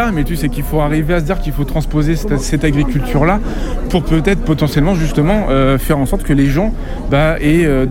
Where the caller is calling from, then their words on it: Coulounieix-Chamiers, Nouvelle-Aquitaine, France; J'habite à Coulonnay-Chamiers